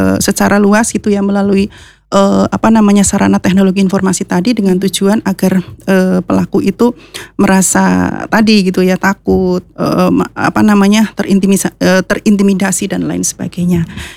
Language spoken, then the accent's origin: Indonesian; Purwojati, Central Java, Indonesia; now in Purwokerto, Indonesia; Cuma saya sudah tinggal di stay di Purwokerto sekarang ini, tapi saya aslinya dari Purwojati.